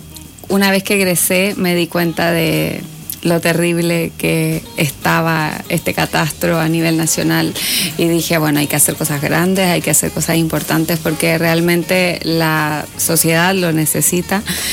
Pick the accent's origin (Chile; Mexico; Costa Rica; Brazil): Chile; Santiago, Santiago Metropolitan Region; now in La Serena, Chile